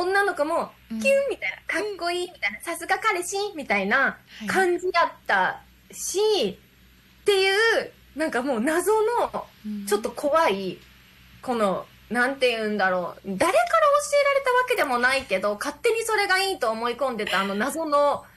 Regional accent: Kyushu, Japan; born or raised there

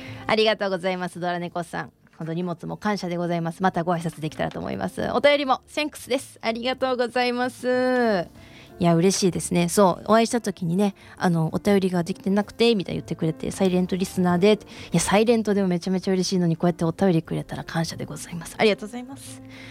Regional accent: Himeji, Hyogo, Japan; moved away; 地元が姫路なんですけれども

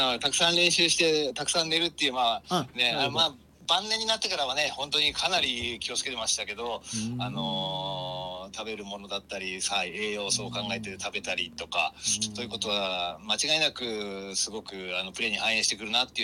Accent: Hitachi, Ibaraki, Japan; 本当僕のね、本当に故郷でもう生まれ育った場所でね、サッカーも始めた場所ですし

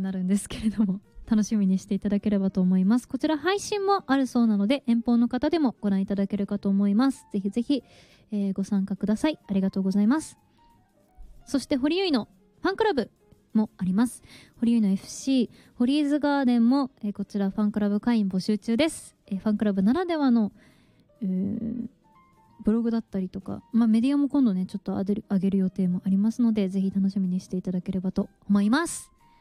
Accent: Tochigi, Japan; 今までは結構私のふるさと栃木とかでやったりとかしていたんですけど、

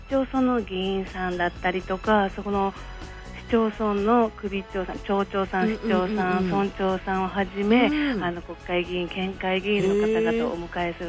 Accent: Setouchi, Kagoshima, Japan; もう生まれも育ちも小庭です。

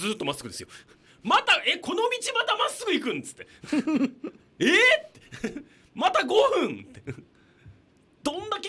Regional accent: Okinawa, Japan; 俺もはね、40年これ沖縄出身ですって言ってきながら

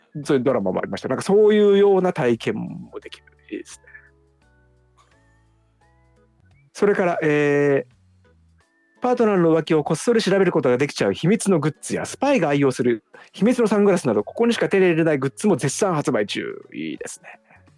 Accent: Tokyo, Japan; 東京の池袋、まあ、僕が生まれ育った町ですね

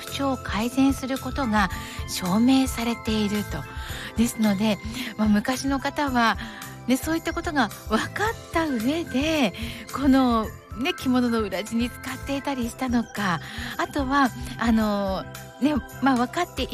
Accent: Yamagata, Japan; moved away; 私山形出身なので

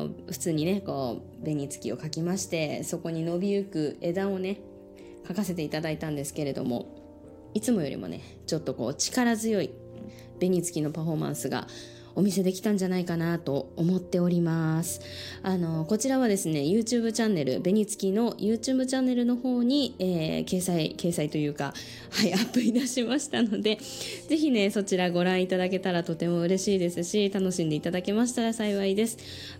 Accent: Omiya, Saitama, Japan; この地元大宮でさせていただけるということは本当に幸せなことだと改めて感じました

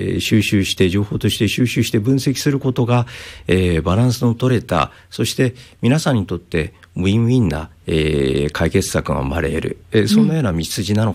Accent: Kanazawa, Ishikawa, Japan; moved away; 私のふるさとの、この地域

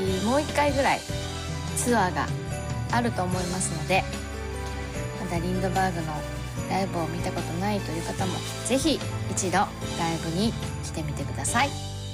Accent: Toba, Mie, Japan; 三重県の鳥羽出身なんですけど、子供の頃に食堂で食べたあんかけ焼きそばみたいな、

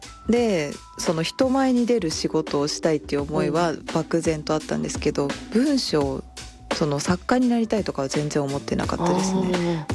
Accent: Yokohama, Kanagawa, Japan; born there; 海のもう近くで生まれました。

